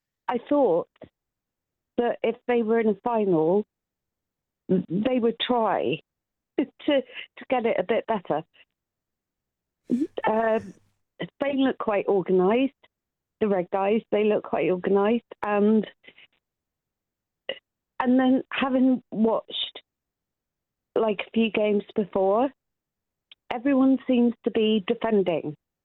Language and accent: English; United Kingdom; I'm sorry, I'm British.